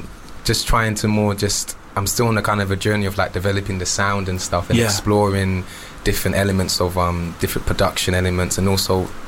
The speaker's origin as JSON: {"language": "English", "region": "London", "country": "United Kingdom", "said": "I'm from Hackney."}